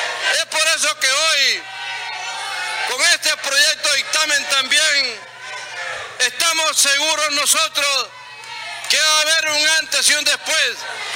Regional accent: Honduras; como hondureños y como diputados, nos alegramos de ese decreto

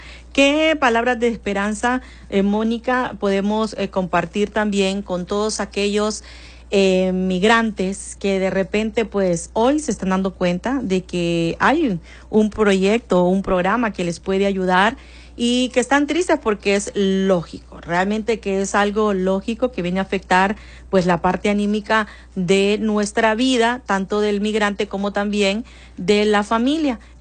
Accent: Honduras; nosotros como hondureños que estamos acá

